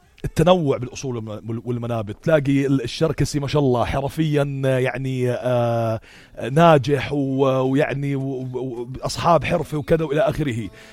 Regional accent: Jordan; عشان أقول أنا حالي أنا عن حالي أردني

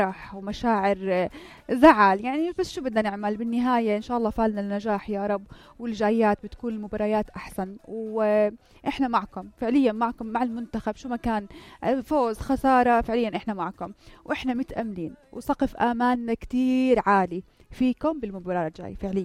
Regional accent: Jordan; وكيف إحنا كأردنيين ما نمنا

